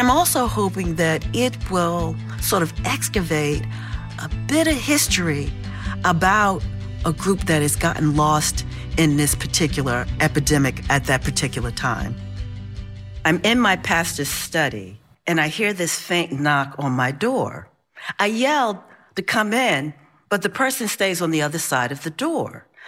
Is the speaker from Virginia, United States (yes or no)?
no; Brooklyn, New York, United States; now in Cambridge, United States; I'm a girl from Brooklyn, and I presently reside in Cambridge, Massachusetts.